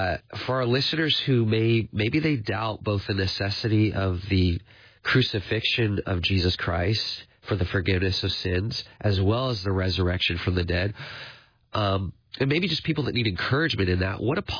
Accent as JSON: {"language": "English", "town": "Apple Valley", "country": "United States", "tie": "born or raised there", "said": "when I was a teenager, my church growing up in Apple Valley, they did an Easter production called The Promise."}